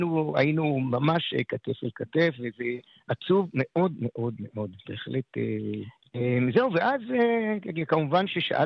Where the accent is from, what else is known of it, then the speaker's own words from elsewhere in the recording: Yiftah, Northern District, Israel; אני מקיבוץ יפתח